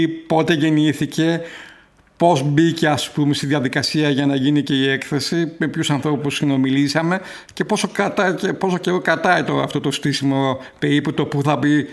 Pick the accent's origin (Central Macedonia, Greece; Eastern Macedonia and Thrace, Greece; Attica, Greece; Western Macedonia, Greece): Eastern Macedonia and Thrace, Greece; εμείς που είμαστε από την Περιφερειακή Ενότητα της Ξάνθης